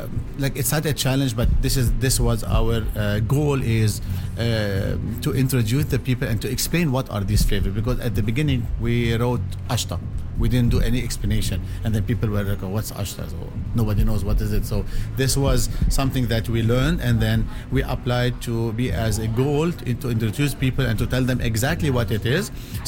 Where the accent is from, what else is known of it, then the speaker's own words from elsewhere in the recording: Lebanon; moved away as an adult; now in Vancouver, Canada; I was born and raised in Lebanon, and I moved here 6 years ago.